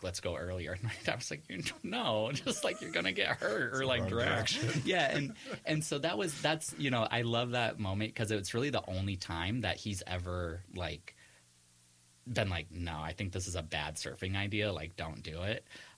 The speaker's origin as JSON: {"language": "English", "town": "San Diego", "region": "California", "country": "United States", "said": "especially because I'm originally from San Diego."}